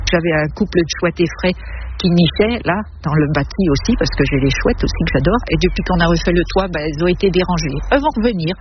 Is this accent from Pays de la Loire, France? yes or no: yes; Pays de la Loire, France; born there; je suis née en Mayenne, dans un milieu qui est très rural, où mes grands-mères avaient des beaux jardins.